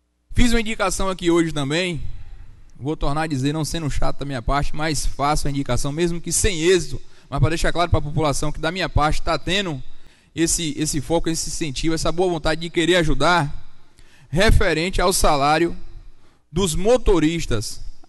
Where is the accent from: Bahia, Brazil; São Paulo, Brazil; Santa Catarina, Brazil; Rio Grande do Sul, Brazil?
Bahia, Brazil; Itatim; born there; daquele povoado, do departamento, minha terra